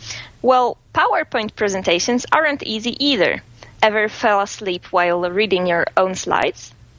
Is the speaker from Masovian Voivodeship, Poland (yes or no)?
yes; Warsaw, Masovian Voivodeship, Poland; from Warsaw. I'm a PhD student in neurobiology.